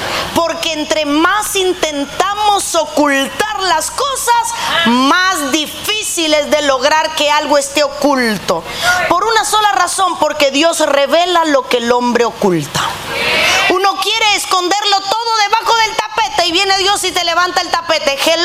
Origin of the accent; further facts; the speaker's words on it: Cuba; moved away; en mi país, una condena por matar una vaca era más alta que por matar a un ser humano. Si alguien es cubano sabe lo que estoy hablando